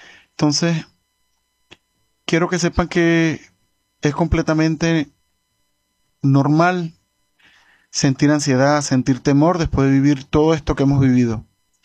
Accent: Venezuela; al ver tantos esfuerzos desde nosotros mismos como venezolanos, me siento orgulloso porque sé que podemos seguir adelante

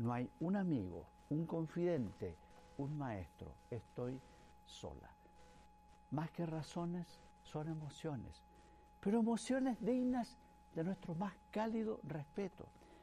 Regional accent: Chile; En Chile, mi país

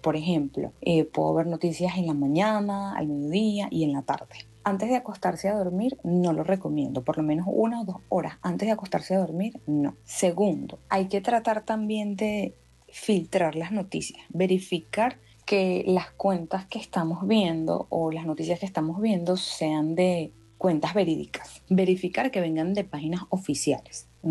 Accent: Venezuela; para nosotros como venezolanos

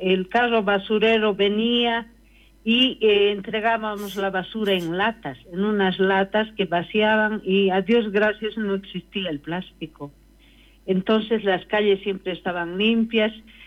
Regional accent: Oruro, Bolivia; soy orureña

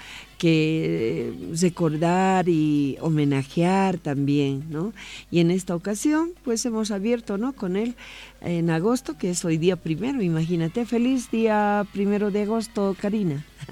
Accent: Bolivia; todos queremos ser felices como bolivianos

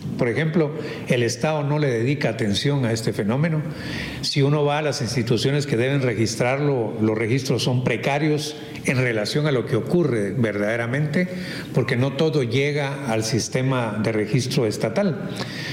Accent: Guatemala

